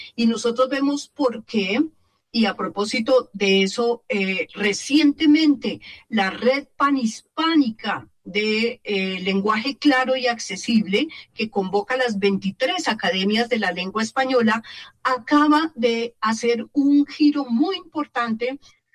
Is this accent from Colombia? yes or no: yes; Colombia; Bueno, como colombianos, ¿cómo nos identificamos? Sabiendo obviamente que Colombia es un país plurilingüe, multiétnico, multicultural